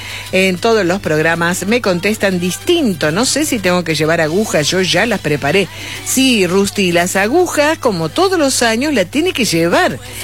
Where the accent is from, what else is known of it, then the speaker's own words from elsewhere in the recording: Andalgalá, Catamarca, Argentina; now in San Fernando del Valle de Catamarca, Argentina; Acá estamos desde la capital de Catamarca. Soy de Andalgalá. ¿Le suena Choya? Ay, déjeme que me voy a poner de pie para nombrar Choya, pero ahora vivo ya en la ciudad capital.